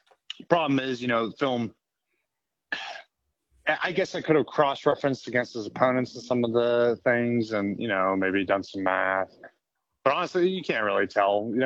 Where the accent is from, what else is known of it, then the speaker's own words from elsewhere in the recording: Butler, Pennsylvania, United States; I'm from Knock High School. So originally I trained up in Butler at the Butler Cubs